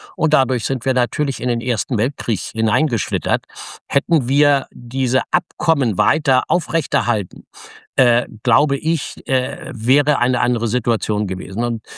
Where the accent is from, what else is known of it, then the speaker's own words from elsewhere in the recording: Germany; du wirst als Deutscher so positiv behandelt